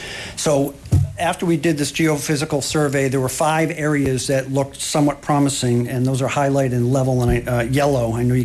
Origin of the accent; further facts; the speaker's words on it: Casco, Maine, United States; I'm from Casco, Maine.